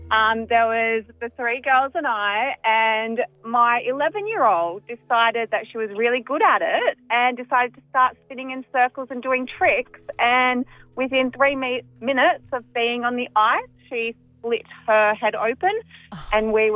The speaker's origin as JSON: {"language": "English", "town": "Beaudesert", "region": "Queensland", "country": "Australia", "said": "Yes, I am from Bow Desert."}